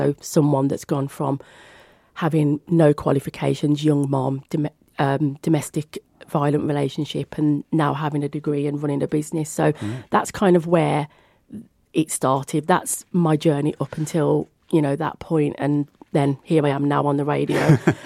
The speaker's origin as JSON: {"language": "English", "town": "Birmingham", "region": "West Midlands", "country": "United Kingdom", "moved": "as an adult", "lives_now": "Black Country, United Kingdom", "said": "when I moved over to the Black Country, because I'm a Brummie."}